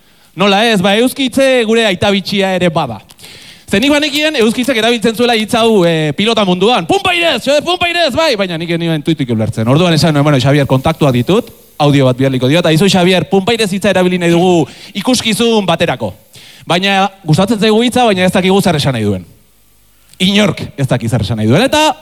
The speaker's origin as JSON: {"language": "Basque", "region": "Basque Country", "country": "Spain", "said": "nik Gipuzkoarra naiz"}